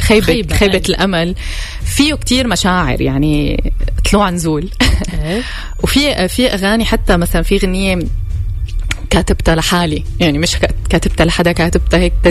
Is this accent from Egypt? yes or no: no; Syria; لأنه أنا سوري كنت خايفة أني يصير 30